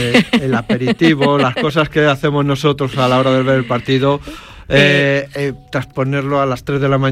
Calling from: Madrid, Community of Madrid, Spain

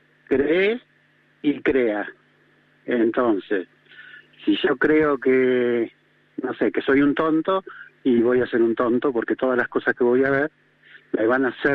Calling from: San Luis, Argentina; de San Luis

